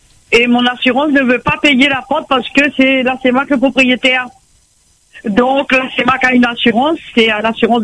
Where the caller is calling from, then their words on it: Saint-Benoît, Réunion; J'habite à Brassilly-Saint-Benoît.